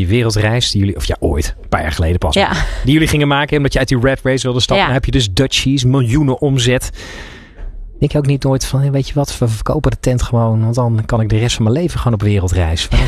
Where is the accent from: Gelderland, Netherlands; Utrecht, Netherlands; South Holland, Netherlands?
Utrecht, Netherlands; Benschop; we zitten nu in Benschop en ongeveer iedereen die mee werkt, ik kom uit Benschop oorspronkelijk en al mijn personeelsleden ook